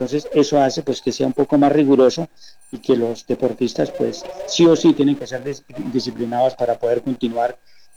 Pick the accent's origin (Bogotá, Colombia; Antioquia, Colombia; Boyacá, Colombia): Boyacá, Colombia; Siachoque; moved away; Yo soy de Siachoque, llevo 29 años en el ejército, prácticamente desde el 97 me vine, pero de vez en cuando yo voy para a mi pueblito a visitarlos